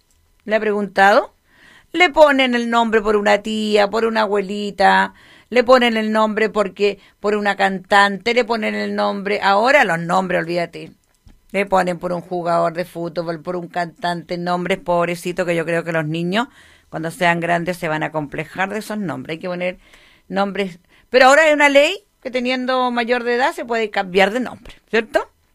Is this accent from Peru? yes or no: no; Chile; Obviamente, como buen chileno, toda actividad tiene q